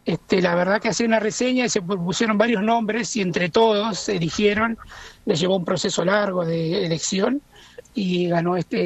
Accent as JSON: {"language": "Spanish", "region": "Buenos Aires", "country": "Argentina", "tie": "born or raised there", "said": "soy hijo de inmigrantes, yo soy nacido en Buenos Aires, y ahí viene el gran problema del arraigo de esta tierra hermosa que es la Argentina"}